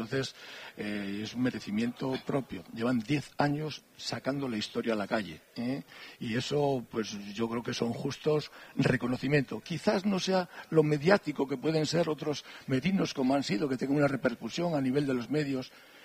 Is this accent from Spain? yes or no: yes; Cantabria, Spain; Es una fiesta de nuestras raíces históricas, de nuestras señas de identidad como pueblo cántabro. Y la que nos tenemos que sentir orgullosos como cántabros